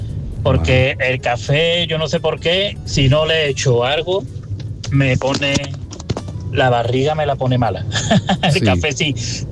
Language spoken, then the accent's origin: Spanish; Jerez de la Frontera, Andalusia, Spain; Hola, buenos días. … de Jerez.